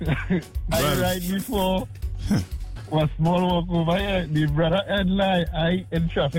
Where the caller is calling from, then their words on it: Petit Valley, Diego Martin, Trinidad & Tobago; I come in from Pity Valley